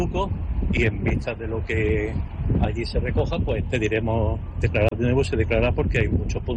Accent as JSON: {"language": "Spanish", "town": "Granada", "region": "Andalusia", "country": "Spain", "said": "le recuerdo a todos que soy de Granada y estamos en fiestas, ¿no?"}